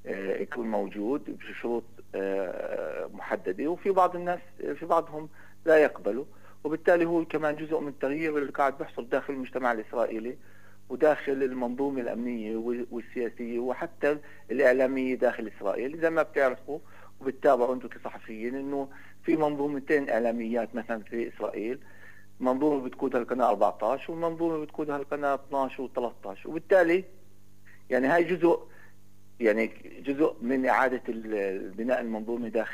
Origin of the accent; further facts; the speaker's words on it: Palestine; احنا كفلسطينيين